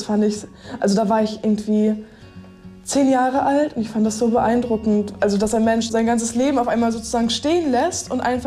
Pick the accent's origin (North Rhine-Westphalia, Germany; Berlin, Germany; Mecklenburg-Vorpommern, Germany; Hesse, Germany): Mecklenburg-Vorpommern, Germany; Demmin; ich komme aus Demmin.